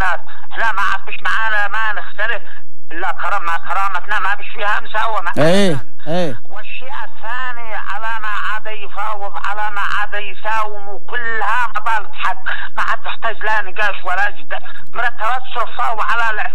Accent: Yemen; احنا كشعب يمني

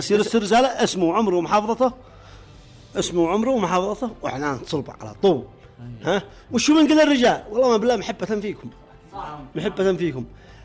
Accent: Sanaa, Amanat Al Asimah, Yemen; اللي عندنا بصنعاء

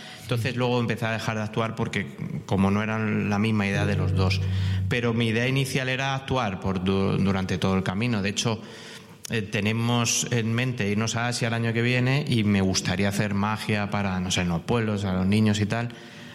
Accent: Madrid, Community of Madrid, Spain; yo soy muy madrileño, muy tronco

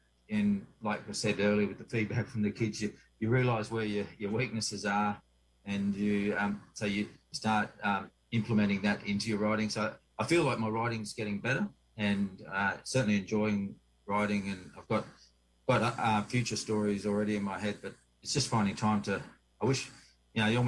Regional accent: Australia; Growing up in Australia, we really got the, you know, all the English queens and kings, and got the Roman history, got the English history.

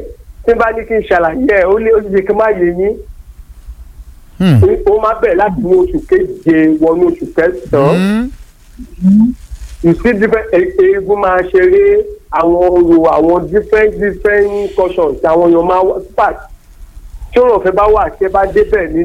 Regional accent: Owo, Ondo, Nigeria; I'm from Ondo State, Owo.

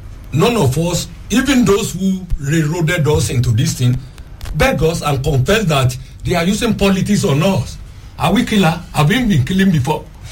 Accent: Odiom, Nigeria; my hometown, Odiom.

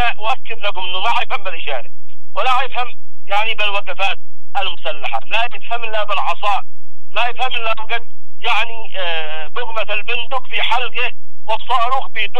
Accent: Yemen; نحن كشعب يمني

